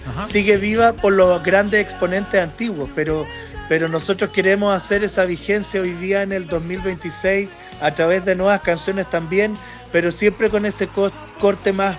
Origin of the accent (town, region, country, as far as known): Chile